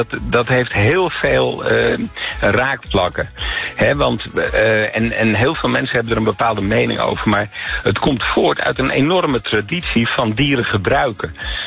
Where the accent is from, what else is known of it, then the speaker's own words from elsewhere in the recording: Amsterdam, North Holland, Netherlands; Nou, ik kom wel uit Amsterdam. Ik woon nu in Noord-Holland, maar we hebben een boot en die ligt aan de rand van Amsterdam.